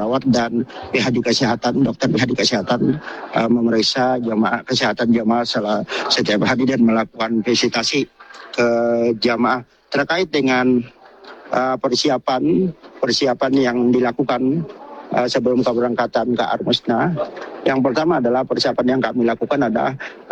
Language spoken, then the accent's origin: Indonesian; Banjarmasin, South Kalimantan, Indonesia; khususnya kami dari Kloter BPJ 01 yang berasal dari Kota Banjarmasin